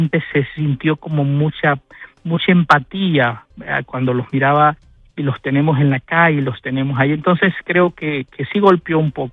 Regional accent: Honduras; Yo como hondureño

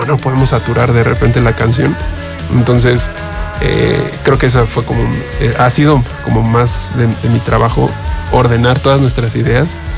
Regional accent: Veracruz, Mexico; siendo de Veracruz, hay mucho mucha música como autóctona, ¿no? Yo soy del norte de Veracruz, cerca de Papantla.

